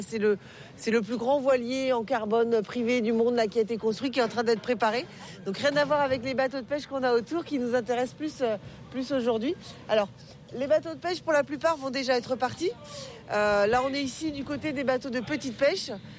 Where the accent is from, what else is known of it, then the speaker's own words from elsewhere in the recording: Lorient, Brittany, France; Chez nous, à Lorient, c'est beaucoup des références aux enfants.